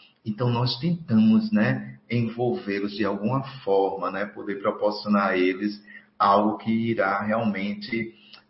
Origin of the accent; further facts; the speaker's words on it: Northeast Region, Brazil; Eu, como nordestino, agradeço muito, né, pela oportunidade de ter reencarnado no Nordeste